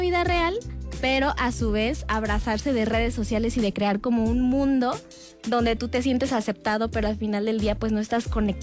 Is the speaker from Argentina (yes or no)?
no; Mexico